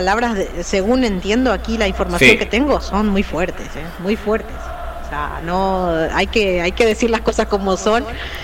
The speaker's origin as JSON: {"language": "Spanish", "country": "Paraguay", "said": "yo, como paraguaya"}